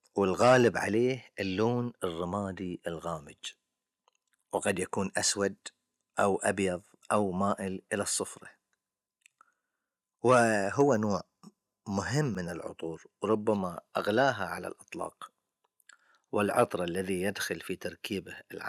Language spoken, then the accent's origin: Arabic; Bahrain; عندنا في البحرين